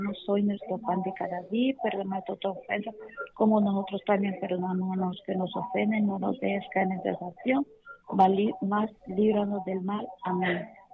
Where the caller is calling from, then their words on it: Juticalpa, Olancho, Honduras; De Juticalpa Olancho.